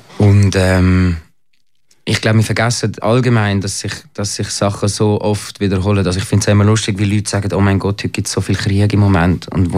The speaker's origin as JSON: {"language": "German", "country": "Switzerland", "tie": "born there", "said": "Ich bin 1990 in der Schweiz geboren."}